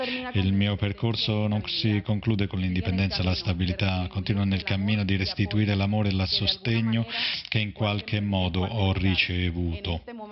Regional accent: Colombia; moved away as an adult; sono colombiano, 48 anni. Sono arrivata 3 anni fa lasciando la mia famiglia e mio figlio

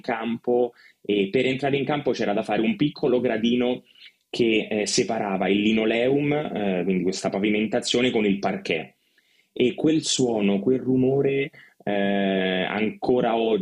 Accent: Rome, Lazio, Italy; io sono di Roma, sono nato a Roma, cresciuto a Roma

